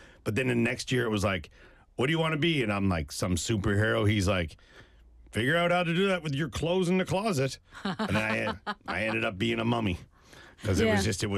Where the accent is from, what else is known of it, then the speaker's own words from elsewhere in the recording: Canada; moved away; where I'm from Canada anyway